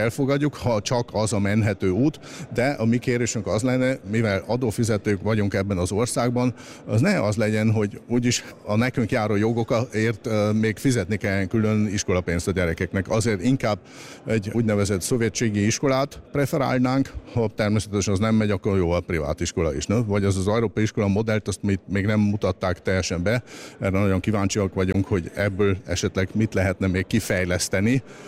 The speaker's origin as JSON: {"language": "Hungarian", "region": "Burgenland", "country": "Austria", "moved": "yes", "lives_now": "Vienna, Austria", "said": "Természetesen az én családom is egy olyan példa, hogy mi már Bécsben élünk közben, mint burgenlandi magyarok"}